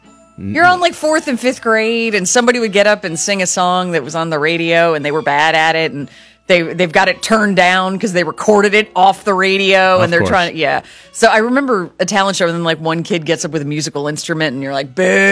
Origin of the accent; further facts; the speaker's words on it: Connecticut, United States; No. I'm from Connecticut.